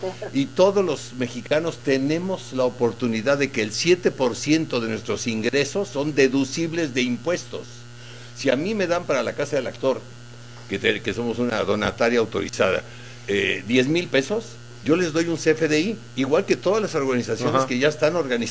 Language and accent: Spanish; Mexico City, Mexico; born there; Yo nací en la Lagunilla, por eso lo menciono.